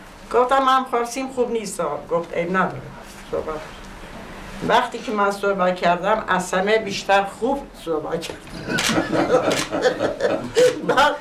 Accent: Iran; مسلمان مسیحی هممون یکی هستیم، ما ایرانی هستیم.

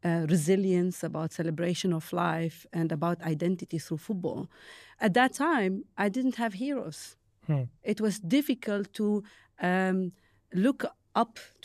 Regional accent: Bethlehem, West Bank, Palestine; growing up in Bethlehem

